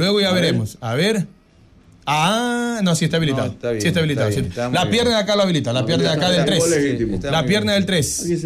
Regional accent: Ecuador; yo soy ecuatoriano.

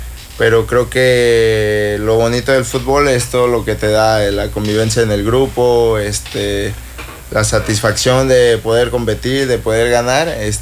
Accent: Guadalajara, Jalisco, Mexico; moved away as an adult; now in Cancún, Mexico; soy de Guadalajara.

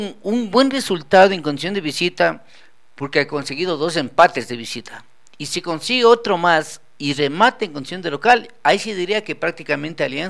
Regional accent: Riobamba, Chimborazo, Ecuador; Es como yo soy de cantón, soy de Riobamba.

